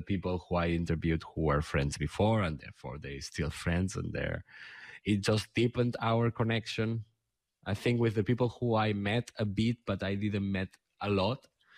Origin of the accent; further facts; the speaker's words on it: Catalonia, Spain; first language Catalan; English is a second language; I'm considering, although I haven't taken a decision yet, of producing the same format in Catalan, in my mother tongue, because there is no, so it will be a separate show.